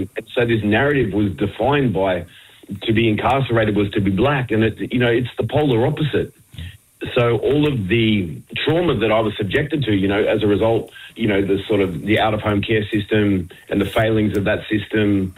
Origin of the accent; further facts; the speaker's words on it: Sydney, New South Wales, Australia; And I grew up down in Sydney, you know, but I was, you know, nurtured by, you know, predominantly around Redfern, Waterloo and that area growing up.